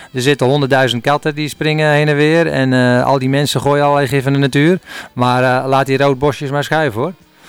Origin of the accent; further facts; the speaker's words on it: Ermelo, Gelderland, Netherlands; Ik kom uit Ermelo.